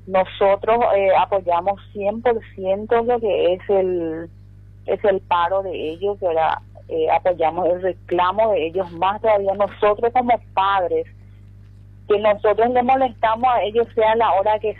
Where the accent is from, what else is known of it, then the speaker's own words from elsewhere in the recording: Paraguay; es súper lindo ser paraguayo, como yo siempre digo.